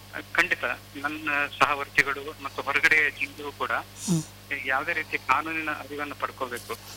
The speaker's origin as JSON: {"language": "Kannada", "town": "Hiriyur", "region": "Karnataka", "country": "India", "said": "ನನ್ನ ಊರು ಸರ್, ನಮ್ಮ ಚಿತ್ರದುರ್ಗ ಡಿಸ್ಟಿಕ್ ಹಿರೂರು ತಾಲೂಕು ಉಳಿ ನಳಗು ಊರು."}